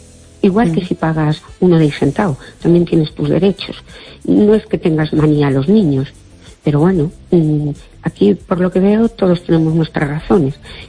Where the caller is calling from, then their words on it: Seville, Andalusia, Spain; de Sevilla.